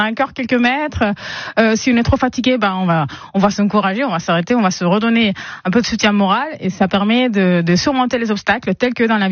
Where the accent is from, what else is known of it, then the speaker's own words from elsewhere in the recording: Caracas, Capital District, Venezuela; Et ben bonjour … On vient tous les deux de Caracas.